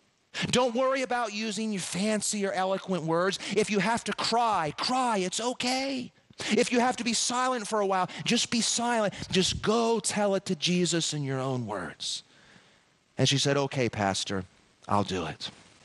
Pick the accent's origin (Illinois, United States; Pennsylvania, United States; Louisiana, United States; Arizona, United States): Pennsylvania, United States; in my home state of Pennsylvania, where I'm originally from.